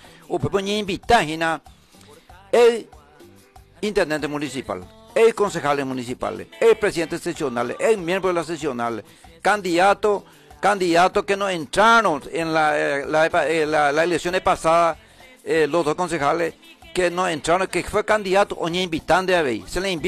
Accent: Paraguay; como ciudadano paraguayo, como paraguayo y como correligionario del Partido Colorado

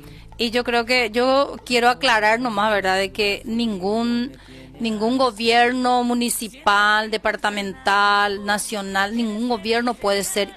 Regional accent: Paraguay; Y nosotros somos sumisos los paraguayos.

